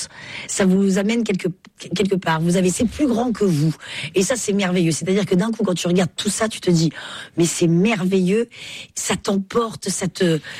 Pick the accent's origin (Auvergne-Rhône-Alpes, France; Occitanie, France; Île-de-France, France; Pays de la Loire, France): Occitanie, France; Oui, bah, il faut dire que je viens des Cévennes. Donc, j'étais plutôt gardienne de chèvres.